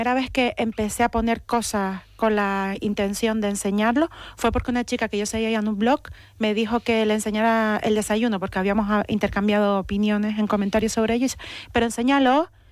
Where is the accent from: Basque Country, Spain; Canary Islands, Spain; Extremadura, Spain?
Canary Islands, Spain; Las Palmas de Gran Canaria; me crié en el Risco de San Nicolás y está al lado San Roque